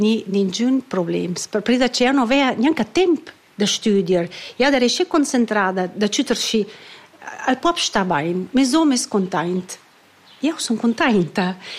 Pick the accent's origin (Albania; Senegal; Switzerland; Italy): Switzerland; Müstair, Graubünden; sono io ora sono da Mistair e non da nulla altro.